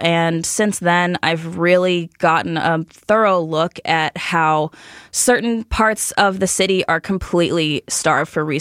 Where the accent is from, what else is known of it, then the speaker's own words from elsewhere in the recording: Pittsburgh, Pennsylvania, United States; moved away as an adult; now in Chicago, United States; I grew up in Pittsburgh.